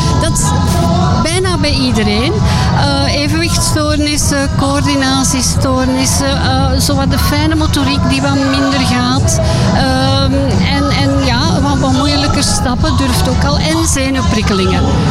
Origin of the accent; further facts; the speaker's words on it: Antwerp, Flanders, Belgium